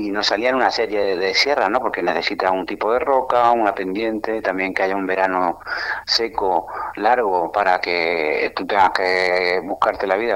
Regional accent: Guadix, Andalusia, Spain; la zona de Guadix, que de donde soy yo

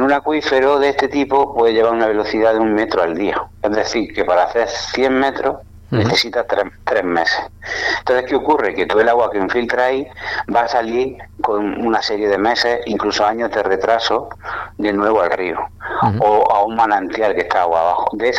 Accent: Guadix, Andalusia, Spain; Hay documentos escritos de precisamente la zona de Guadí, que es de donde soy yo

